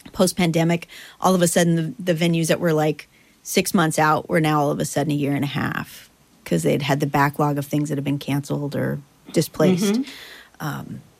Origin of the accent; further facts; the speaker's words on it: United States; moved away as an adult; now in Denmark; the U.S. because that's my home turf